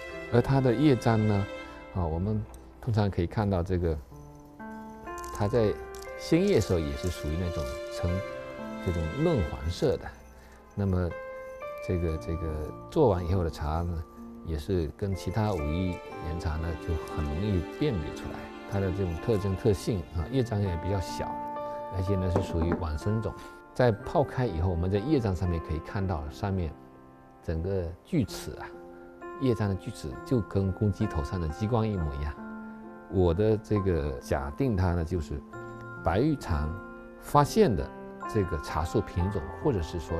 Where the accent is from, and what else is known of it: China